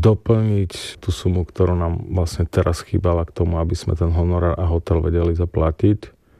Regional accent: eastern Slovakia, Slovakia; my sme z východného Slovenska

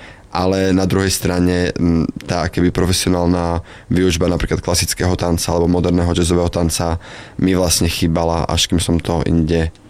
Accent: Námestovo, Žilina Region, Slovakia; Keď som vyrastal na Námestove

